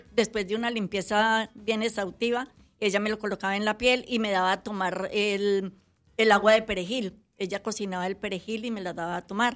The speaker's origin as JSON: {"language": "Spanish", "country": "Colombia", "said": "soy colombiana."}